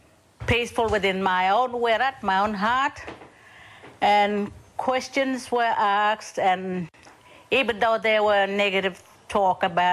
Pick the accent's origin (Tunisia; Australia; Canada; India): Australia; Roebourne, Western Australia; I'm an Indjibarndi elder, born and raised in Roban Town.